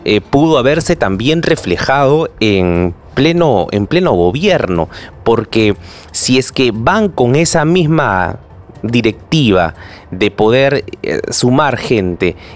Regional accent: Peru; como peruanos, como ciudadanos, como electores

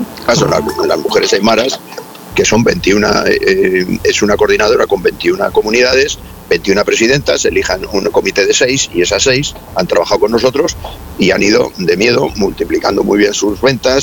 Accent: Spain; en mi país, que es España

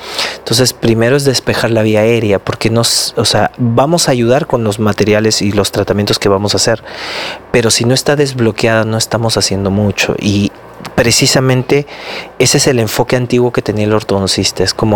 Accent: Cajamarca, Peru; Yo también soy de Cajamarca.

